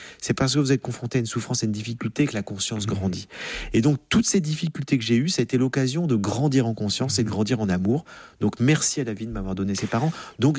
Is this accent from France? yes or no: yes; France; Surtout et en plus qu'en France, qu'on est français, on se plaint doublement.